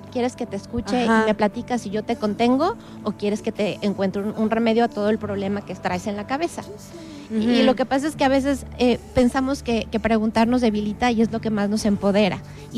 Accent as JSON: {"language": "Spanish", "country": "Mexico", "said": "¿cómo somos los mexicanos?"}